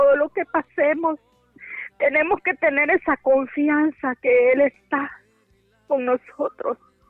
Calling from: Cofradía, Francisco Morazán, Honduras; Lo llamo de Cofradía Carretera Vieja Olancho.

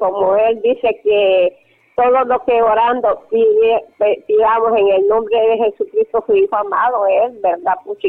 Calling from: San Pedro Sula, Cortés, Honduras; Yo la llamo en San Pedro

